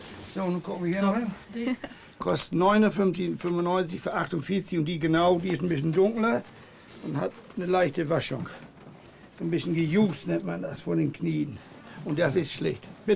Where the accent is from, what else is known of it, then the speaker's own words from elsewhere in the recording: Friesland, Lower Saxony, Germany; Ich komme aus Friesland.